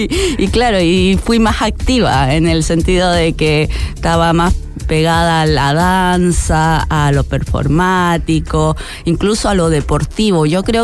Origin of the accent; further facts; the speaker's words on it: Antofagasta, Chile; now in Canada; aquí de vuelta en Antofa, en la hermosa Perla, visitando a mi familia, reconectando con mis amigos, disfrutando la playita, aunque todavía no es verano, el solcito se siente bien, así que muy contenta de estar de vuelta en mi ciudad natal.